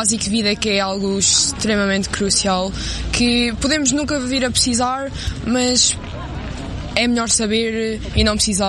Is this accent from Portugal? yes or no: yes; Aveiro, Centro, Portugal; Sim, eu venho de Aveiro.